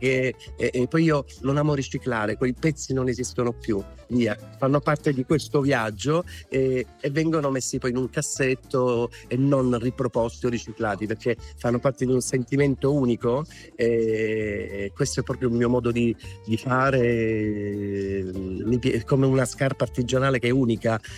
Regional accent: Apulia, Italy; Io sono pugliese

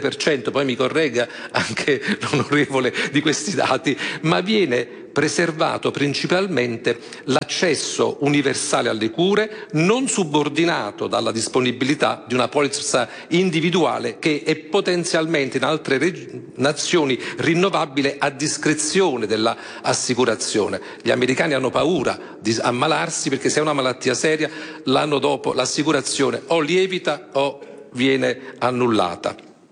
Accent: Naples, Campania, Italy; vengo da Napoli, sono professore universitario presso la facoltà Federico II

